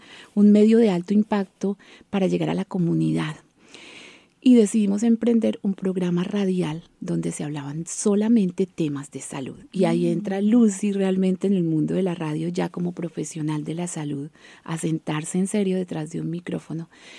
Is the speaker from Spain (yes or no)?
no; Colombia; moved away as an adult; now in Adelaide, Australia; yo soy una colombiana que llegó a Adelaida hace 16 años. Llevo 16 años viviendo aquí con mi familia.